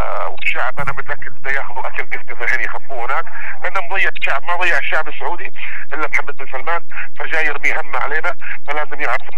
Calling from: Aden, Yemen

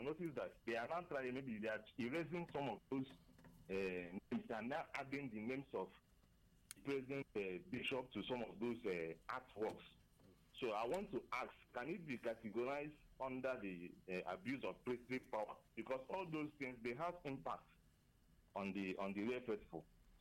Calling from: Enugu State, Nigeria; I'm calling from Enugu.

